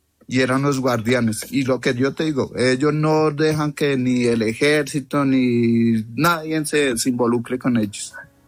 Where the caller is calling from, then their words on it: Bogotá, Colombia; yo soy de Bogotá